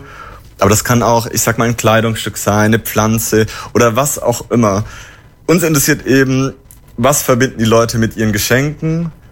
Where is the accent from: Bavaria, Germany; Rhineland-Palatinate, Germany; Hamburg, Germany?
Bavaria, Germany; Ich bin selber ursprünglich Allgäuer.